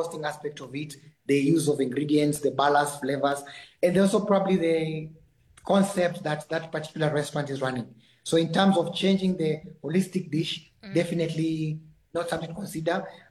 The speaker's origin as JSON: {"language": "English", "country": "Kenya", "moved": "yes", "lives_now": "Botswana", "said": "I'm from Kenya. Definitely, I'm a Kenyan chef, but I'm currently based in Botswana."}